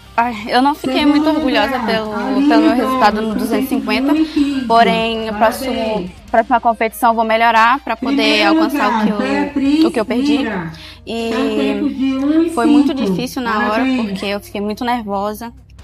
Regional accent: Chile; Portuguese is a second language; Vim juntamente com a nossa equipe e com nossos técnicos, que eu sou chileno, e nosso professor Jorge.

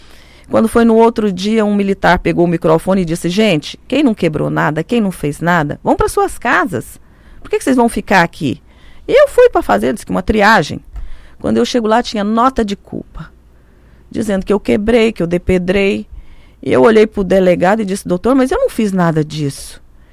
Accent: Goiás, Brazil; Eu sou do interior de Goiás, eu nasci no interior de Goiás, sou filho de pequenos produtores.

